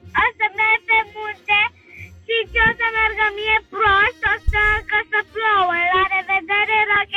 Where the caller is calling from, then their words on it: Bucharest, Romania; din București.